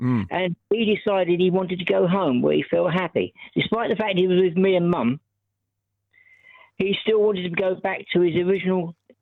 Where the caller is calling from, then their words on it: London, United Kingdom; But we moved to the far end of the Boston Manor Road, where you get to Hanwell.